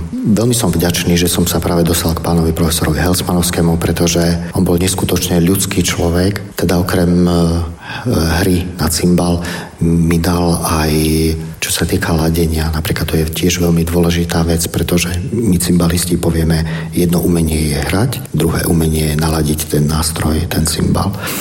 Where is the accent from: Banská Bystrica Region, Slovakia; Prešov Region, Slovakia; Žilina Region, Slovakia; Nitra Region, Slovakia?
Banská Bystrica Region, Slovakia; Lučenec; moved away as an adult; Aj keď teda pochádzam z Lučenca, kde maďarčinu môžete počuť, alebo ste mohli počuť bežne hocikde, tak ja som po maďarsky nevedel ani slovo zaťať.